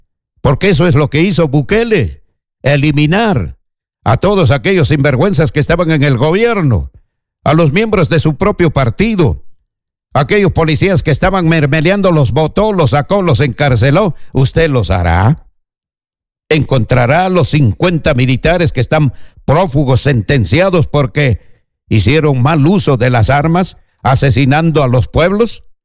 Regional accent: Peru; Nosotros, como peruanos

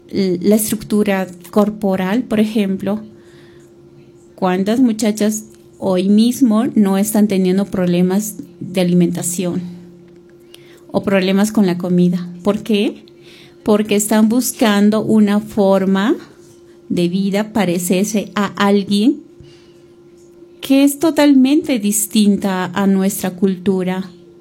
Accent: Cusco, Peru; somos peruanos y somos más aquí, cusqueños, de Cusco

